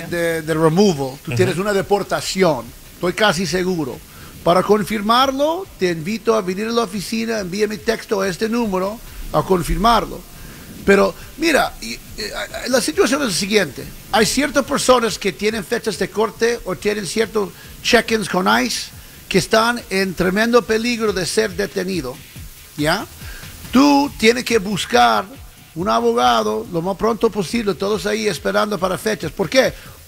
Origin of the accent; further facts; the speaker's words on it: United States; Aunque sí, yo soy americano, yo soy más chill